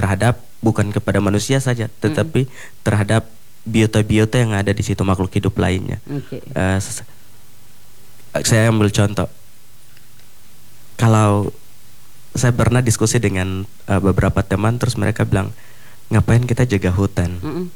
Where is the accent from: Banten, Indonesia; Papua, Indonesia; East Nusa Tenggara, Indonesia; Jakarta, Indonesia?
Papua, Indonesia; Biak